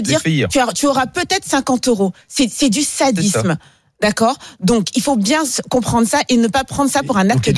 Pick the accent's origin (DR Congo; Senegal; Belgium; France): France; une charge mentale sur des charges mentales qu'on a en tant que Français.